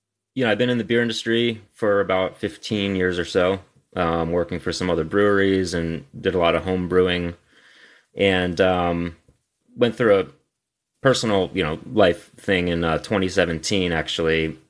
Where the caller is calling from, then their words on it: Beverly, Massachusetts, United States; I'm calling from Beverly, Massachusetts